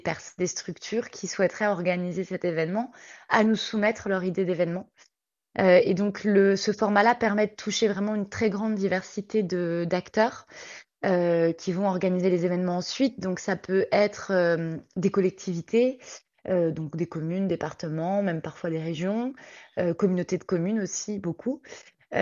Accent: Bourgogne-Franche-Comté, France; Bah alors moi j'ai grandi en Franche-Comté, donc dans une région très forestière, donc c'est vrai que les arbres font partie de mes paysages, on va dire, d'enfance.

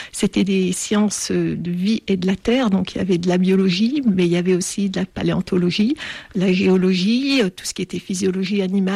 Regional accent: Algeria; moved away as an adult; also born or lived in Dijon; now in France; En Algérie, pendant 18 ans, avec un père algérien, une mère française, et je suis venue en France à l'âge de 18 ans pour suivre mes études à Dijon

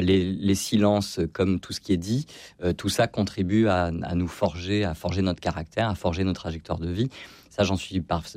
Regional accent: France; Moi je suis originaire de Hier, j'ai grandi à Hier

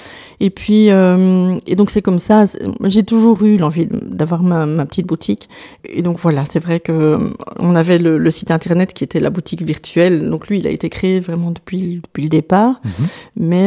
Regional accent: Namur, Wallonia, Belgium; Alors non, moi je suis namuroise, pure souche.

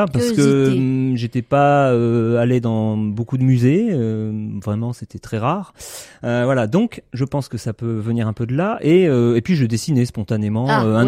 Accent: Châteaudun, Centre-Val de Loire, France; born there; now in Haute-Loire, France; je suis né en Eure-et-Loir, donc entre Orléans et Chartres, Châteaudun, une petite ville. Et j'étais dans une famille assez modeste, mais assez littéraire

